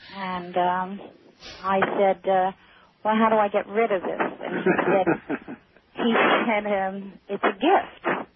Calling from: New Jersey, United States; I'm from New Jersey.

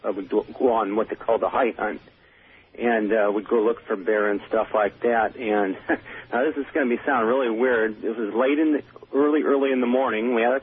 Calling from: Darrington, Washington, United States; I'm calling from Darrington, Washington.

